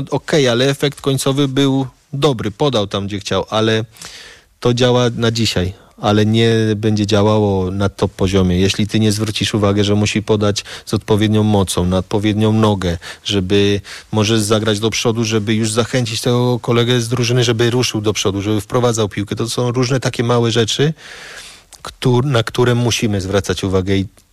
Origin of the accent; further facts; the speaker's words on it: Spain; jak ja się wychowałem w Hiszpanii, i mi jak grałem w piłkę, jako dzieciak, jako starszy zwracali mi na to uwagę